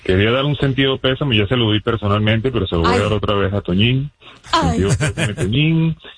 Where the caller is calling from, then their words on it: Florida, United States; de aquí de la Ciudad del Sol, Florida.